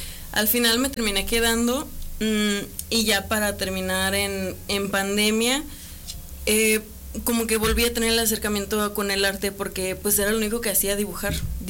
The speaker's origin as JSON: {"language": "Spanish", "region": "Zacatecas", "country": "Mexico", "tie": "born or raised there", "also_born_or_lived": "United States", "said": "Sí, nací en Zacatecas. Nací en Zacatecas y después nos mudamos de chiquitos a Estados Unidos un tiempo y luego ya regresé acá a México para la primaria."}